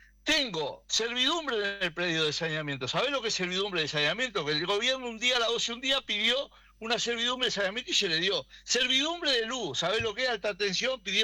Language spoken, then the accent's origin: Spanish; Cerrito, Uruguay; Yo me crié en Cerrito.